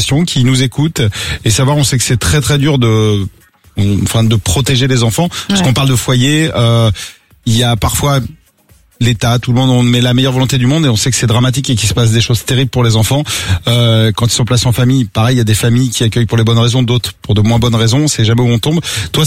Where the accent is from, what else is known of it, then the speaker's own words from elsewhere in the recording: Pays de la Loire, France; Je suis de Vendée, je connais bien.